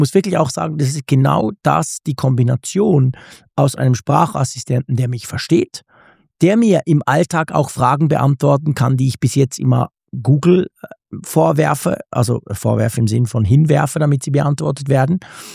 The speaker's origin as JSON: {"language": "German", "country": "Switzerland", "said": "Also ich bin ja hier als Schweizer quasi mit meinem Schweizer Apple-Account drin"}